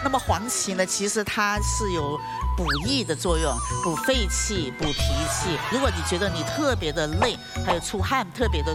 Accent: Guangdong, China

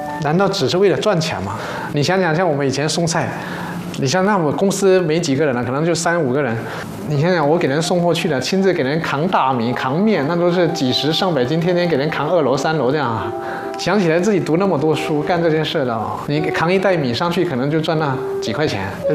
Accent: China; moved away as an adult; 02年以前，我基本上就是在一个小镇嘛，我们叫蓬莱镇。就02年以前，我就没出过镇，那干农活了，放牛了，割过种水稻、割水稻，农活干很多。我们也是村里边的穷家庭

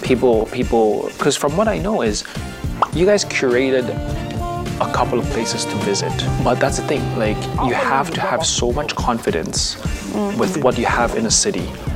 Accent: Hong Kong; also born or lived in Philippines; And I am actually a Chinese Filipino. I grew up in Hong Kong, but I was born in the Philippines. But by blood, I am actually full Chinese.

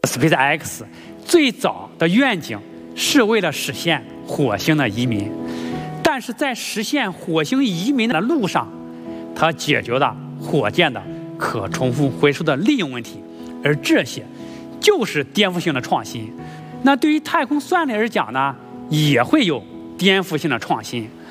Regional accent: China

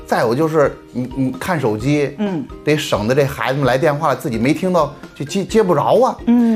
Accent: Xuzhou, Jiangsu, China; 大家好，

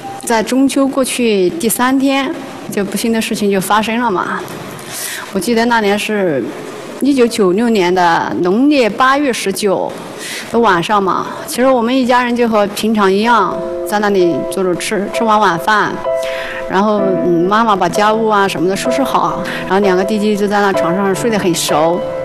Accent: Yunnan, China; 我来自云南俊雄。

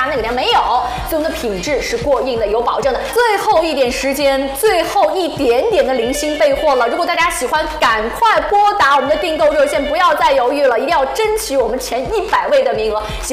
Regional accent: Heze, Shandong, China; 因为首先我们是来自山东菏泽陈集镇的

